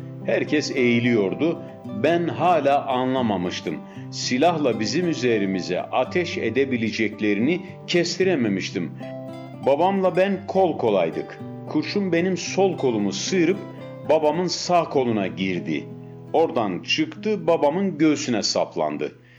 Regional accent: Black Sea Region, Turkey; Ben Karadenizliyim.

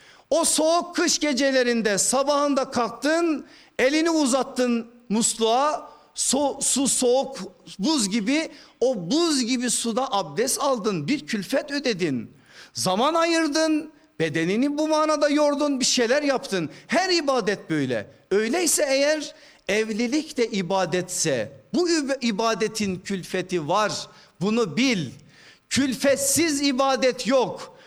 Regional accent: Erzurum, Turkey

